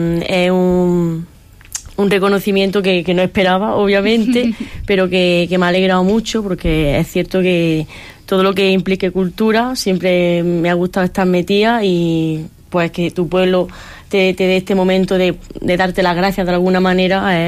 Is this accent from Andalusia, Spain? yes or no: yes; Baza, Andalusia, Spain; born or raised there